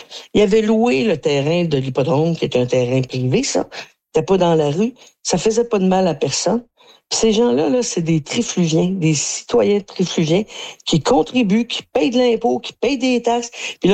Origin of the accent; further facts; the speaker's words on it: Quebec, Canada; moi, je suis fière de la Mauricie, je suis un peu chauvine, et je suis fière qu'on se retrouve au national